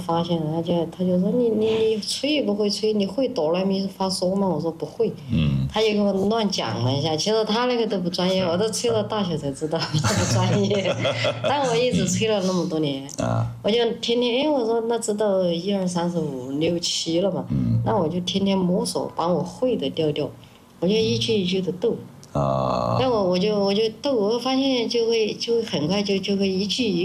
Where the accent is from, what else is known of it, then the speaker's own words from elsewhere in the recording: Tongren, Guizhou, China; 因为我老家就铜仁的